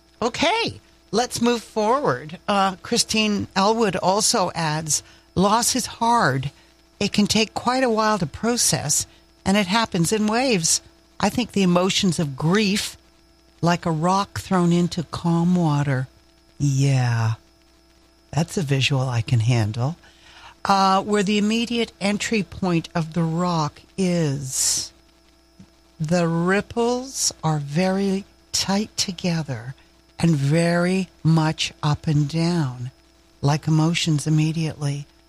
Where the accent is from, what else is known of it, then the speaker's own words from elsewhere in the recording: Nova Scotia, Canada; I am a born and raised in Nova Scotian with a deep love for Newfoundlanders.